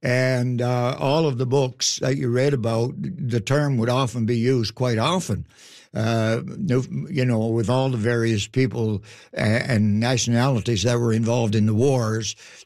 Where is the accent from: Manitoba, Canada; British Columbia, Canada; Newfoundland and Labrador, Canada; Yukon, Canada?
Newfoundland and Labrador, Canada; Bay du Nord; moved away; I grew up in Bay du Nord in Fortune Bay, small little town, resettled in 68, less than 100 people and so on and so forth, completely isolated.